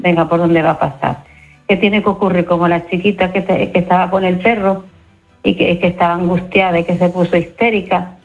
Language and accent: Spanish; Spain; Ninguno, todos somos españoles.